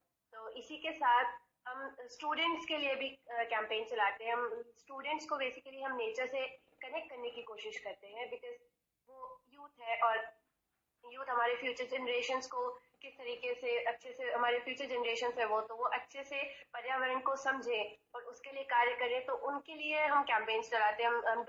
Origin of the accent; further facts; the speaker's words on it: Kanpur, Uttar Pradesh, India; now in Bacheli, India; और मैं यूपी से बिलोंग करती हूँ, कानपुर से हूँ मैं। बट हम यहाँ शिफ्ट गए थे दंतेवाड़ा बचेली में